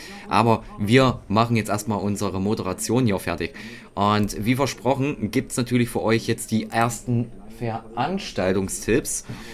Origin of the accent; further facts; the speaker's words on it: Roßleben, Thuringia, Germany; denn dieser Tipp ist in Naumburg und das ist noch nicht immer so weit weg von meinem Heimatort Roßleben.